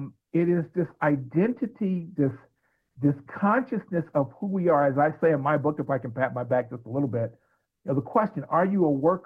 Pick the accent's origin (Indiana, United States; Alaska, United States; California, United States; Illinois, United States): Indiana, United States; Indianapolis; moved away; I'm originally from Indianapolis.